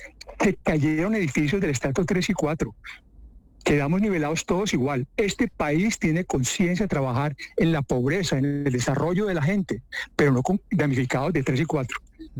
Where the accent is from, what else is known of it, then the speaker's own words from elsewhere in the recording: Armenia, Quindío, Colombia; Yo acabo de llegar de mi tierra, yo soy de Armenia.